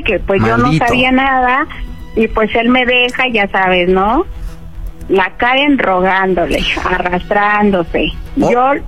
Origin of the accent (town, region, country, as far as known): Tlalpan, Mexico City, Mexico